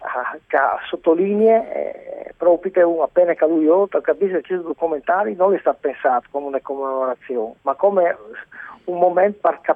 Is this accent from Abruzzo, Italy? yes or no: no; Friuli-Venezia Giulia, Italy